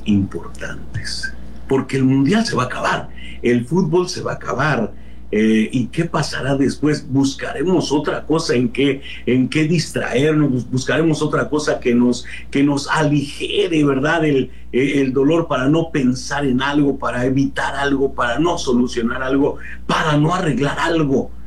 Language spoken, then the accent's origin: Spanish; Mexico; Somos mexicanos